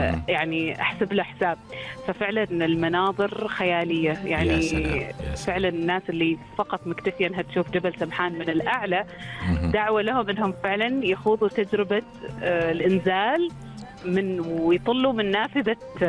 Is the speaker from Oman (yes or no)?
yes; Oman; عندنا في سلطنة عمان. ونحن يعني بدورنا كأبناء هذا الوطن